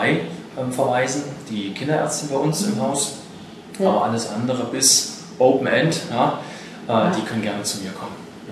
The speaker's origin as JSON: {"language": "German", "town": "Halle", "region": "Saxony-Anhalt", "country": "Germany", "said": "Ich komme aus Halle und hatte halt in dem Umkreis geschaut, was ist so halbe Stunde bis 40 Minuten von meinem Wohnort entfernt."}